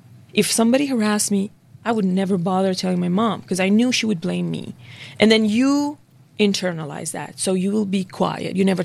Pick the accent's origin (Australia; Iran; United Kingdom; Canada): Iran; now in United States; It's very ironic because I'm from Iran and we can't have freedom of speech.